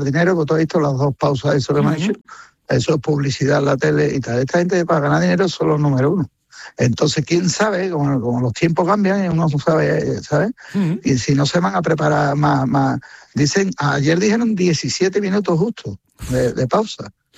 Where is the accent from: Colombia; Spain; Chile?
Spain; Para que nadie se enfade de la pasión roja española, porque somos españoles